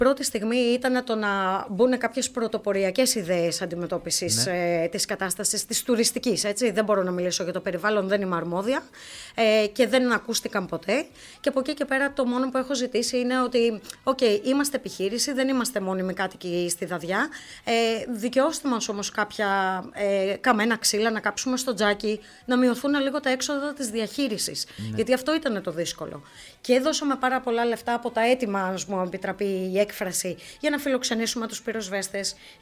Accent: Alexandroupoli, East Macedonia and Thrace, Greece; Έχω γεννηθεί και έχω μεγαλώσει στην Αλεξανδρούπολη. Δεν υπάρχουν χωριά από τους γονείς, γιατί είναι και οι δύο από την πόλη.

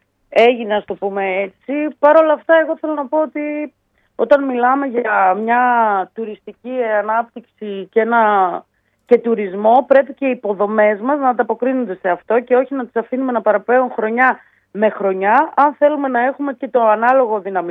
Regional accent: Samothrace, Eastern Macedonia and Thrace, Greece

